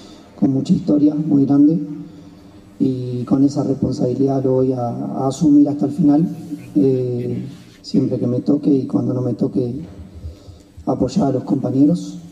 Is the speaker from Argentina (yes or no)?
yes; Argentina; moved away as an adult; now in Bolivia; Yo soy argentino, vine este año acá, mi primera experiencia en el fútbol boliviano. Vengo de San Lorenzo Almagro, Argentina.